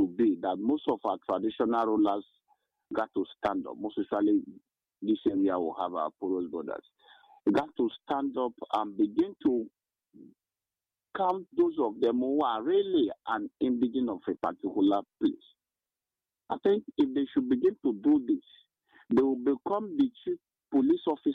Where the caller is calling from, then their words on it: Nigeria; I'm calling from Okwavinugo, the Nozowani local room.